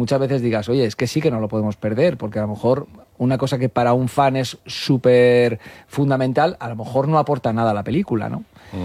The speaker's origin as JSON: {"language": "Spanish", "town": "Alicante", "region": "Valencian Community", "country": "Spain", "said": "yo soy de Alicante"}